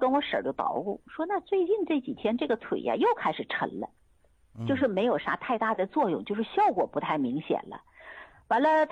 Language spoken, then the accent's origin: Chinese; Northeast China, China; moved away; 我过去东北农村，我老家那边